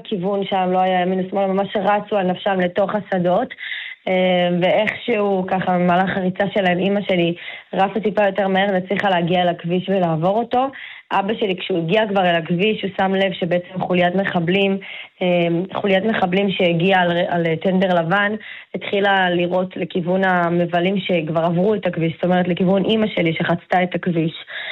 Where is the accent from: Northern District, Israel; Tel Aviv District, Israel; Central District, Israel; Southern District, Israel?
Northern District, Israel; Ahuzat Barak; אנחנו מהצפון, פה מאזור בית קשת, אפולה, אחוזת ברק אנחנו